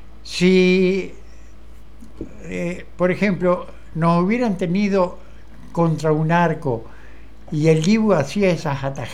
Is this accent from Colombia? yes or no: no; Argentina; ¿Cómo nos criamos en el fútbol en Argentina?